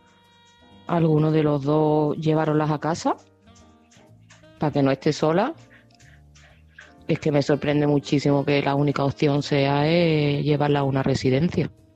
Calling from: Seville, Andalusia, Spain; de Sevilla

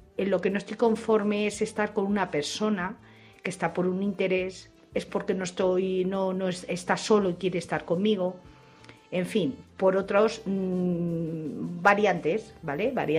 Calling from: Madrid, Community of Madrid, Spain; Buenas noches. … de Madrid.

